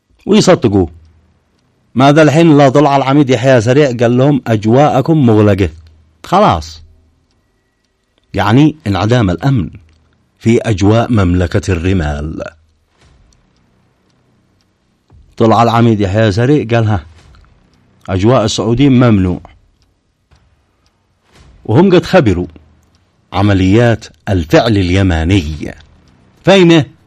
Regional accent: Yemen

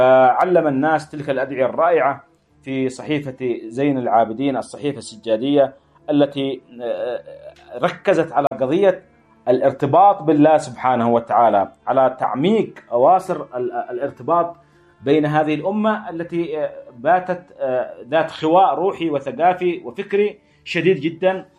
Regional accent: Yemen; دمائنا نحن كيمنيين

